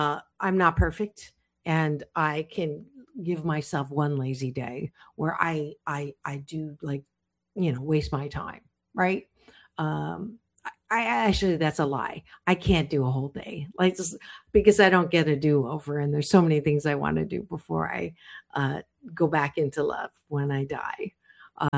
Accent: Canada; born there; because I was born in Canada

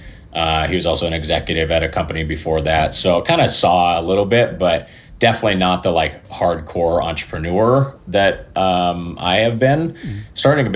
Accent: Portland, Oregon, United States; moved away as an adult; now in Southern California, United States; No, I'm from Portland, Oregon originally.

